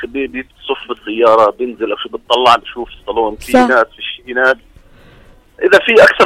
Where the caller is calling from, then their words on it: Zarqa, Zarqa Governorate, Jordan; والأردن انا من الزرقاء.